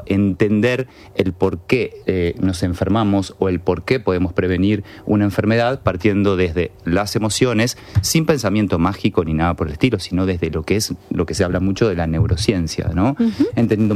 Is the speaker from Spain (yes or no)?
no; Argentina